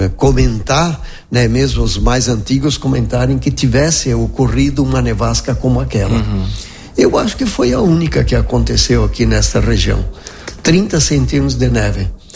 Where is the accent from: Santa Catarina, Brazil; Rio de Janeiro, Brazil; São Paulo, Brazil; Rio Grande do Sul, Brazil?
Rio Grande do Sul, Brazil; Marau; moved away as an adult; also born or lived in Guaporé; Saí de Marau com 19 anos